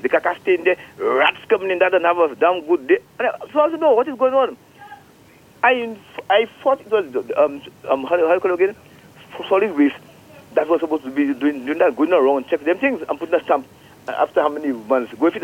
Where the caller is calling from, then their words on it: St. Lucia; I'm from Rockleary